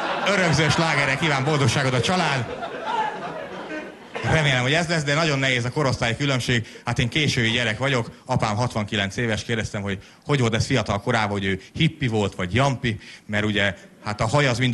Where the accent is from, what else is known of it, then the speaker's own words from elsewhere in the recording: Great Hungarian Plain, Hungary; Én is alföldi vagyok